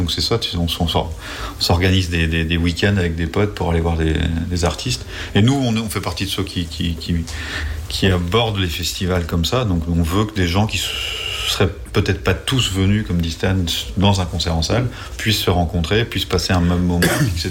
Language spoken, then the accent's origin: French; Brittany, France